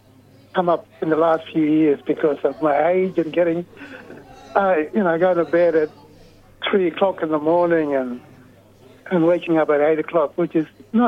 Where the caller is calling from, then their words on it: Alice Springs, Northern Territory, Australia; No, I'm at home. Home is Alice too. I'm in Alice.